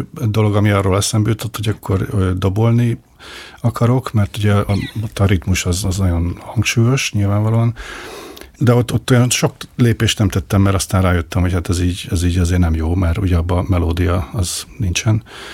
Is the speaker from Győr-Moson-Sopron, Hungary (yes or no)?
no; Budapest, Hungary; Budapesten születtem, itt is nőttem föl.